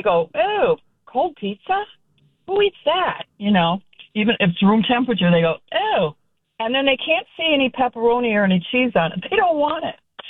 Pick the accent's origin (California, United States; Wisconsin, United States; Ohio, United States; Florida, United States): Ohio, United States; now in Rhode Island, United States; I am originally from Ohio.